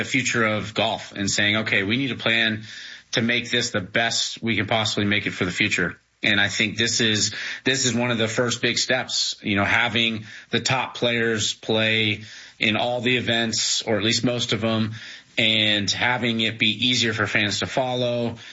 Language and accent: English; United States; I'm an American boy. I played on the Ryder Cup team. I was in the Olympics.